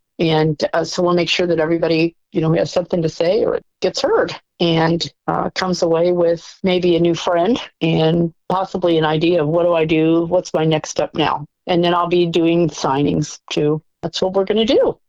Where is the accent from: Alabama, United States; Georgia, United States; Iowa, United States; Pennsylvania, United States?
Iowa, United States; Marshalltown; moved away; my hometown of Marshalltown, Iowa.